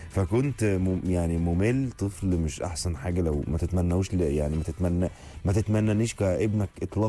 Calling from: Giza, Giza Governorate, Egypt; طيب صباح الخير يا يوسف، … من الجيزه.

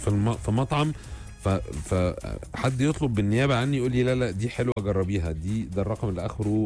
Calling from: Mansoura, Dakahlia, Egypt; مساءك ورد وفل، … من المنصورة.

